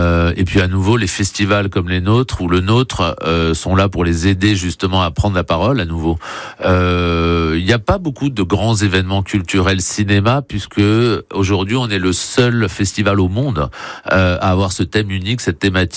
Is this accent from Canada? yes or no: no; Nouvelle-Aquitaine, France; j'ai grandi dans le Pays Basque Nord